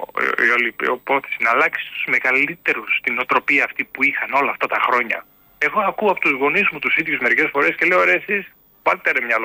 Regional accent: Greece; εγώ τους Έλληνες και τέτοιο, και το λαό μου, δηλαδή την πατρίδα μου.

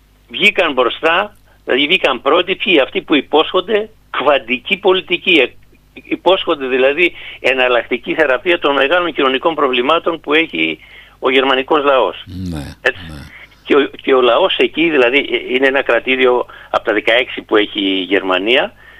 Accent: Chios, North Aegean, Greece; στην πατρίδα μου στοιχείο, στη Βιάλ, που είναι ένα πρώην εργοστάσιο αλουμινίου και έχει μετατραπεί σε καταβλισμό προσφύγων

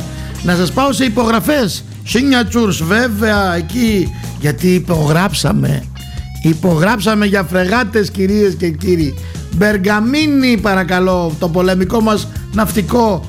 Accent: Greece; είμαστε Έλληνες.

